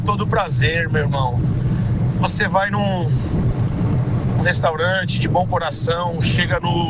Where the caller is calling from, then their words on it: Brazil; A gente é brasileiro e não desiste nunca, né?